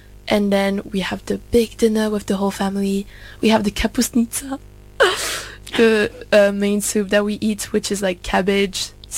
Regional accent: Belgium; Okay, so basically, I come from Belgium, right? But I celebrate Christmas in Slovakia, but like in Belgium, we have two celebrations in December.

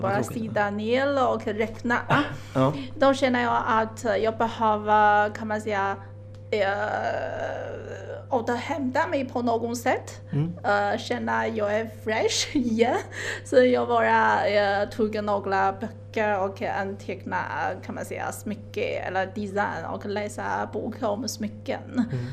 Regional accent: China; Swedish is a second language

